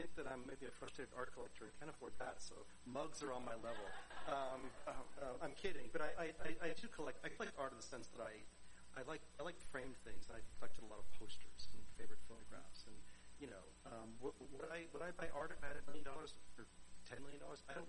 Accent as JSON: {"language": "English", "region": "Florida", "country": "United States", "tie": "born or raised there", "said": "I think that's from growing up in Florida where, we were a middle-class family."}